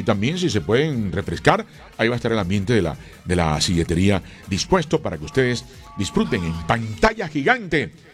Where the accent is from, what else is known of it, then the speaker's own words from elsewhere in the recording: Chiriguaná, Cesar, Colombia; Chiriguaná. Chiriguanero, yo. Chiriguanero.